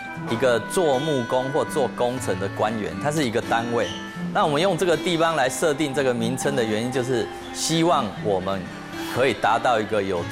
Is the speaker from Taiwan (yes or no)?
yes; Penghu County, Taiwan; 我本身是澎湖人，